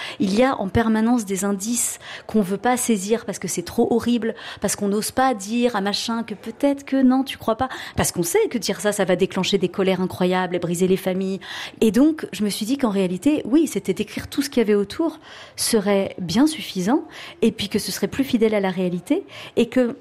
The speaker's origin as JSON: {"language": "French", "region": "Brittany", "country": "France", "said": "C'est pas ma culture, parce que je suis une bretonne."}